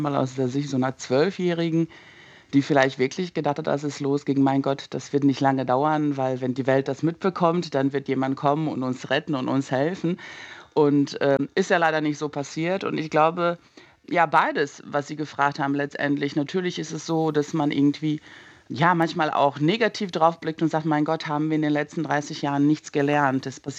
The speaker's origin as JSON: {"language": "German", "town": "Banja Luka", "region": "Republika Srpska", "country": "Bosnia & Herzegovina", "moved": "yes", "said": "ich komme aus Banja Luka, aus einer Stadt, wo es jetzt keine Kämpfe auf der offenen Straße gegeben hat"}